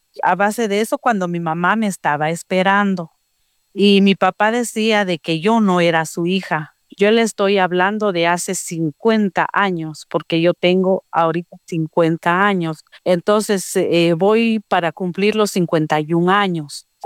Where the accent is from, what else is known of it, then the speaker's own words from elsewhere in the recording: Guatemala; soy de Guatemala